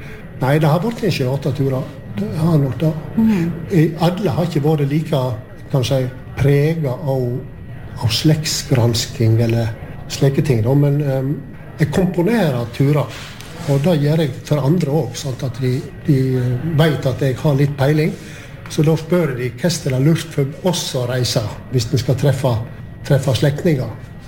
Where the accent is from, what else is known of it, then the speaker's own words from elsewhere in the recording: Gaupne, Vestland, Norway; jeg kommer jo ifra Gaupne.